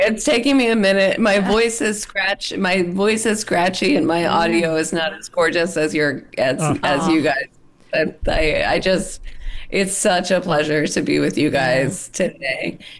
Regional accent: Philadelphia, Pennsylvania, United States; now in Washington, United States; I'm in D.C. right now. And I'm from Philly, but I love Utah.

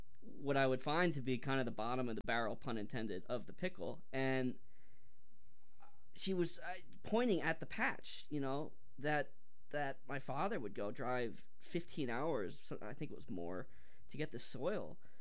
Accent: Buckfield, Maine, United States; I grew up in the East Coast, in Maine, in this town called Buckfield, Maine. And the soil up there is notoriously, it's like permafrost, right? There's not much growing up there. It's pretty tricky to grow crops.

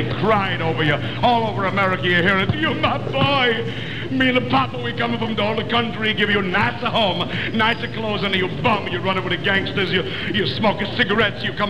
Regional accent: New York, United States; I was born in Brooklyn, and we lived in the back of a candy store, and we had no rooms.

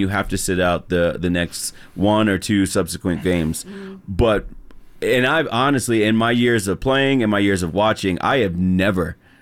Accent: United States; as an American

